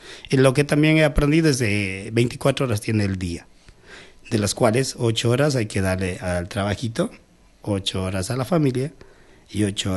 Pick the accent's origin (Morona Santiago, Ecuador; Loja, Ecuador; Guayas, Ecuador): Morona Santiago, Ecuador; Sevilla Don Bosco; Soy de Sevilla, Don Bosco. ¿Qué le puedo decir? Ya casi con 40 años de vida.